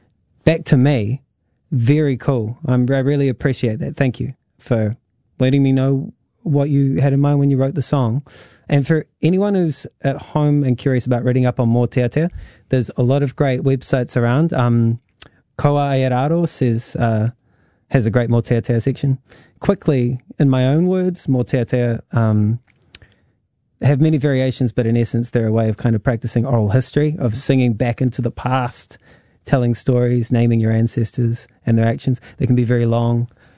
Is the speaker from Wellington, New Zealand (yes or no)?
yes; Wellington, New Zealand; And, yeah, I'm from Wellington.